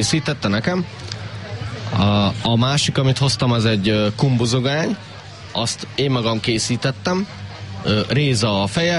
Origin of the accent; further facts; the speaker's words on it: Kunság, Hungary; born there; Kun hagyományőrző vagyok, itt születtem.